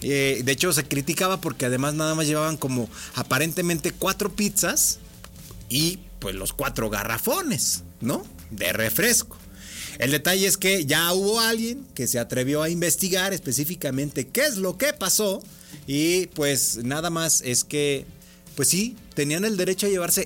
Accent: Mexico

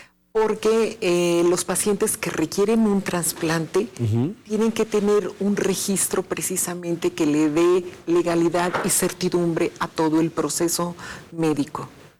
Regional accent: Mexico; Nosotros como cultura mexicana convivimos con la muerte, la festejamos, la celebramos

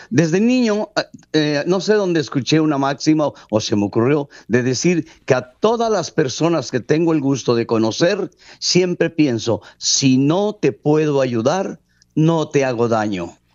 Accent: Mexico; qué bueno que somos mexicanos. Y déjame decirte, estoy en Guadalajara, Jalisco.

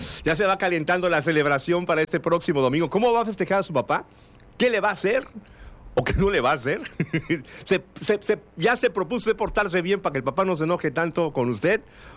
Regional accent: Tabasco, Mexico; somos tabasqueños, sabemos que la temperatura llega a los 40 grados y mucho más todavía

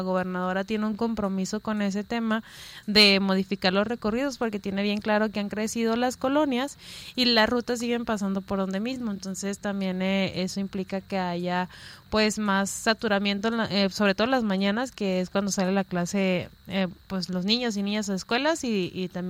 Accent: Villa de Álvarez, Colima, Mexico; Llevan cerca de 45 años ahí viviendo. Ahí crecí, pues toda mi infancia fue ahí. Y pues en la primaria en la Emiliano Zapata, luego la secundaria en la José Vasconcelos, entonces prácticamente muy cerca del centro también.

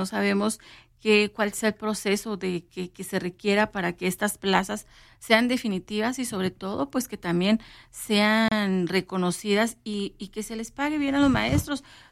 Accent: Mexico; pues así somos mexicanos

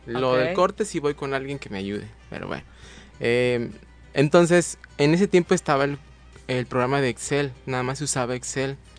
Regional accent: Iguala, Guerrero, Mexico; born there; Yo nací en Iguala, pero nada más nací.

